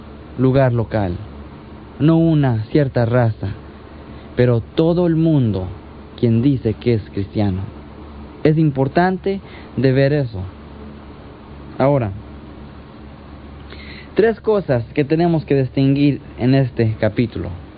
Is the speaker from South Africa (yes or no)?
no; United States; ahorita mismo estamos aquí en paz y nosotros como americanos tenemos la libertad de hacer lo que sea.